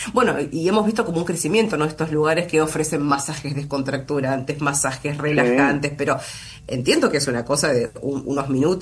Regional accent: Argentina; yo le quería preguntar si como sociedades argentinos somos de esta manera, ¿no?

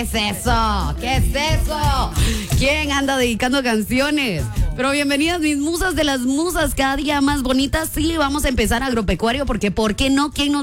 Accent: Nuevo León, Mexico; yo soy regia empoderada y yo puedo no cantar esta canción, pero me fascina.

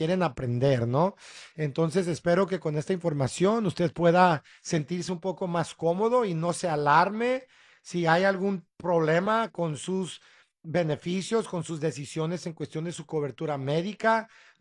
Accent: San Diego, California, United States; born there; ella es tijuanense, mi papá sonorense. Y bueno, yo soy nacido en San Diego, pero tengo en la sangre México

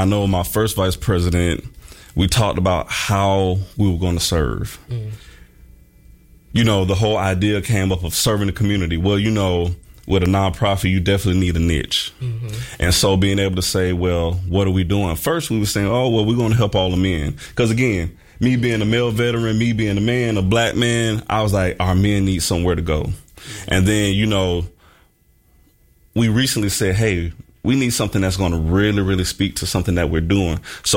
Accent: Jacksonville, Florida, United States; I won't say she actively sees, because I'm from Jacksonville, Florida.

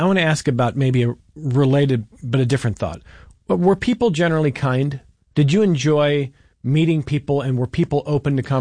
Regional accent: Cleveland, Ohio, United States; now in Rochester, United States; Cleveland's the best city. I'm from Cleveland.

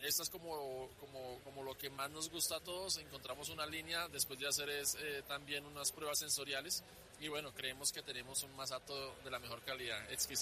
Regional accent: Bogotá, Colombia; born there; Mi papá tiene herencia caldense y soy Rolo por parte de mamá, pero yo soy nací aquí en Bogotá, amo Bogotá.

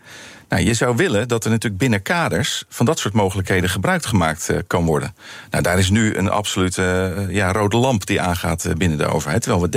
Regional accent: Netherlands

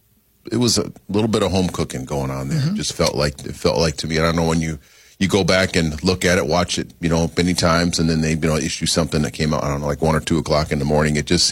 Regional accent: Minnesota, United States; I was raised in Minnesota

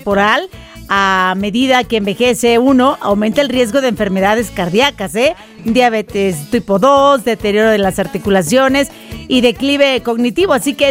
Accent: Mexico; Anglosajón, quién sabe, pero hablo. Pero le echo ganitas como buena mexicana.

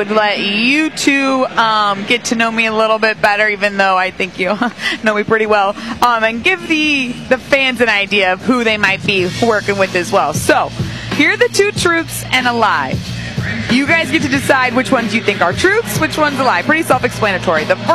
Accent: San Antonio, Texas, United States; I am from San Antonio.

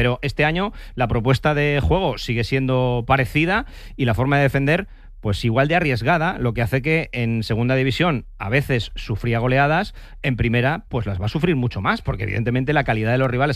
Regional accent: Santander, Cantabria, Spain; born there; moved away as an adult; now in Valencia, Spain; yo nací en Santander y por eso soy del Racing directamente.

